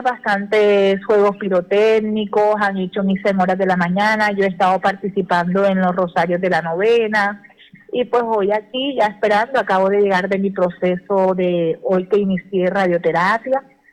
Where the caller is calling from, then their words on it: Barranquilla, Atlántico, Colombia; llamo desde Barranquilla, del barrio Chiquinquirá.